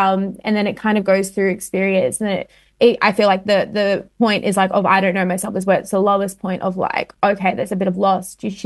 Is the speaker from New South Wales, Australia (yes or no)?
yes; Sydney, New South Wales, Australia; I never told anyone I was from Western Sydney, and I dyed my hair blonde.